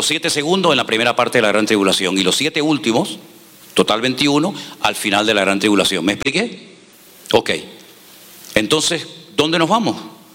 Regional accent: Spain; a lo mejor los españoles tenemos una Biblia diferente a la de ustedes.

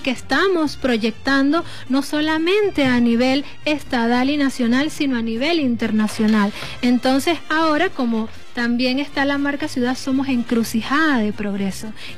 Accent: El Vigía, Mérida, Venezuela; mi hermosa tierra, el estado Mérida, porque amén, también acá en el municipio del Alberto Adriani somos parte del estado Mérida. Somos la puerta de los Andes

